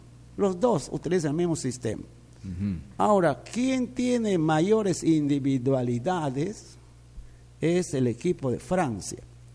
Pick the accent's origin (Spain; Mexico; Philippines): Spain; como yo soy español, sí, sé pronunciar exactamente